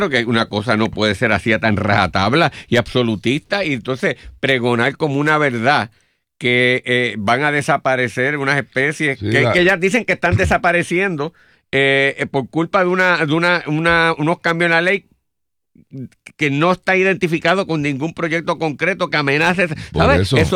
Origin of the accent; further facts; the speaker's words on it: Puerto Rico; nosotros estamos desapareciendo como los puertorriqueños en este país.